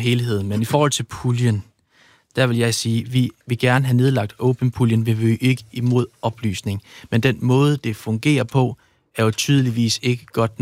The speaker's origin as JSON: {"language": "Danish", "region": "Jutland", "country": "Denmark", "said": "Jeg er fra Jylland."}